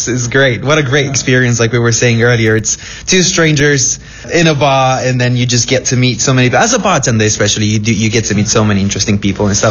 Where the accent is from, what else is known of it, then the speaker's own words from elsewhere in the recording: Romania; English is a second language; Romania. It's out of town. And I was like, okay, do I want to go to Bucharest? If I actually leave my hometown, may as well just go somewhere else.